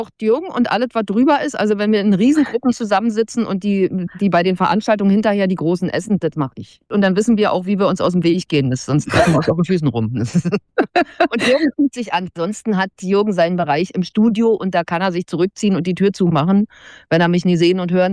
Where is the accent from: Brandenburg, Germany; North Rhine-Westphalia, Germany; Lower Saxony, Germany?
Brandenburg, Germany; Buckow; So, weil ich bin ja, wie gesagt, in Buckow aufgewachsen.